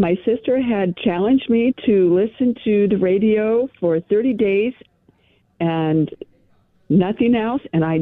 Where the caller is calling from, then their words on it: Lincoln, United States; I am calling from Lincoln.